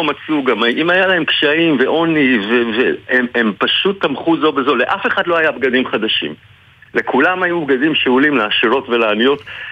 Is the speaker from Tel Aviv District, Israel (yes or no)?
no; Jerusalem, Jerusalem District, Israel; ואני גדלתי בירושלים